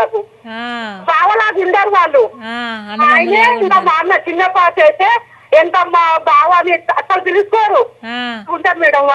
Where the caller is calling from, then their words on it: Kothagudem, Telangana, India; నేను కొత్తగూడెం బుర్రిగడ్డ నుంచి మాట్లాడుతున్నాను మేడం.